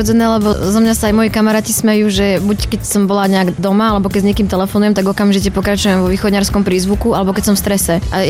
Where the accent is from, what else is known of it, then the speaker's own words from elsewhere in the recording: eastern Slovakia, Slovakia; accent: Eastern Slovak; now in Bratislava, Slovakia; pre mňa je to východňarský prízvuk. A koľkokrát ja sa tak opustím, uvoľním a normálne rozprávam, jak som zvyknutá doma.